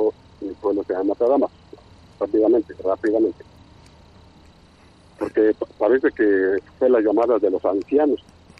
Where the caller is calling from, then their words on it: Matadamas, Mexico; mi pueblo se llama Matadamas porque en estos tiempos solo había como dos, tres casitas en este pueblo.